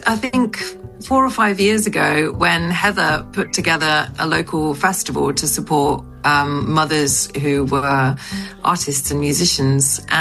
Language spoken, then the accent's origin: English; Devon, South West England, United Kingdom; also born or lived in London; now in Frome, United Kingdom; I grew up in Devon